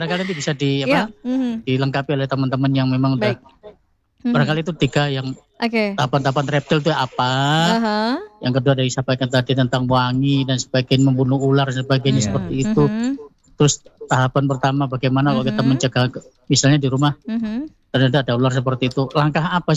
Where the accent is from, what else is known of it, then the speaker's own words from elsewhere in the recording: East Java, Indonesia; accent: East Javanese; Kalau dalam bahasa kita Jawa Timuran, itu juga punya ilmu enteng-enteng loh.